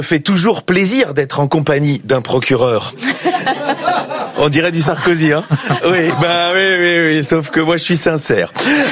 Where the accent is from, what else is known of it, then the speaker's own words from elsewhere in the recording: Belgium; En tant que Belge, la Coupe du Monde de 2010 en Afrique du Sud, c'est ma préférée de l'équipe de France.